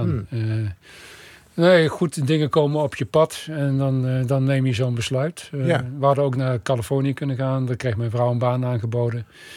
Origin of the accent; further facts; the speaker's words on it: Eindhoven, North Brabant, Netherlands; also born or lived in Groningen / New York; Ja, ik ben allemaal weg uit Eindhoven. Maar Groningen heb ik nou ook wel gezien. Dus toen ben ik naar New York gegaan.